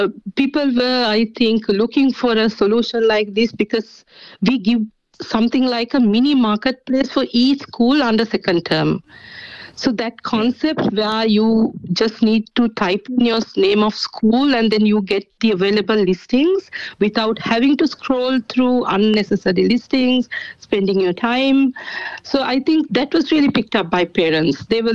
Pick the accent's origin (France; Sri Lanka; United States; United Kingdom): Sri Lanka; moved away as an adult; now in New Zealand; So I'm originally from Sri Lanka, and we migrated to New Zealand in mid-2023.